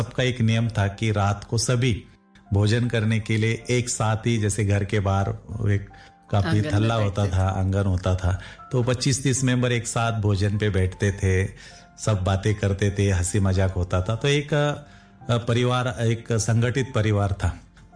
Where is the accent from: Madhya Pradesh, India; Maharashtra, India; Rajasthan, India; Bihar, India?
Maharashtra, India; Shrirampur; born there; और मेरा लौकिक जो जन्म है वो महाराष्ट्र में अहमदनगर डिस्ट्रिक्ट में श्रीरामपुर तहसील में हुआ 1975 में।